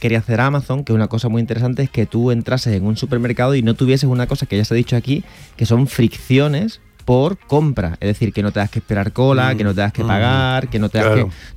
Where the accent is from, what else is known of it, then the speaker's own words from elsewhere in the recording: Cádiz, Andalusia, Spain; born there; Bueno, yo nací en Cádiz y entonces...